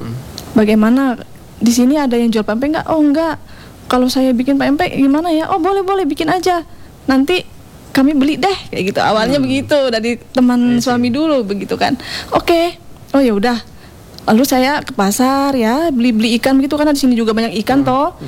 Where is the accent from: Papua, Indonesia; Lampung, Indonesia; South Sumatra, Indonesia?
Lampung, Indonesia; moved away as an adult; now in Ende, Indonesia; Saya asli dari Lampung, okay, dari Sumatera.